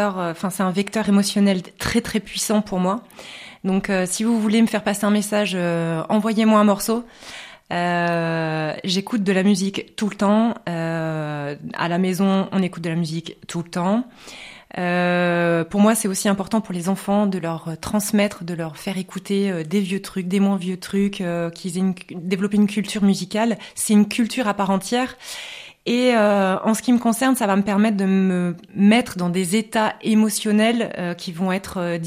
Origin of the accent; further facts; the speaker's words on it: Bayeux, Normandy, France; moved away as an adult; Tout à fait, je suis née à Bayeux, je suis une vraie bajocasse.